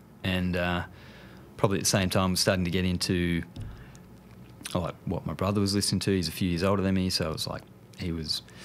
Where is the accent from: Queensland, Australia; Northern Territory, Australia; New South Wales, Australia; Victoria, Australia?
New South Wales, Australia; Deniliquin; I grew up in Denny